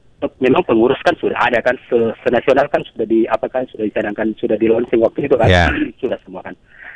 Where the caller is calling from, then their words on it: North Sulawesi, Indonesia; di Minahasa Selatan itu di kabupaten saya